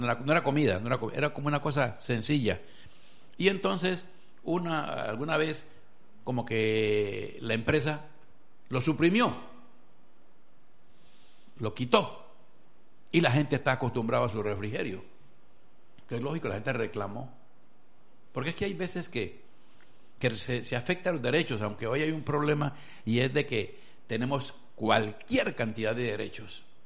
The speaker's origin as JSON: {"language": "Spanish", "country": "Colombia", "also_born_or_lived": "Ecuador", "said": "yo, no siendo ecuatoriano, siendo colombiano"}